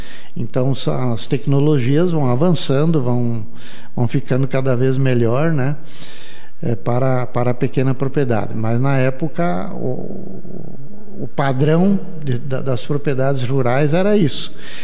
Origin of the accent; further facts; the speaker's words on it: Piratuba, Santa Catarina, Brazil; born there; moved away as an adult; now in São José do Cedro, Brazil; Eu nasci em Piratuba, Santa Catarina, né, na região perto de Joaçaba. É uma cidade turística, né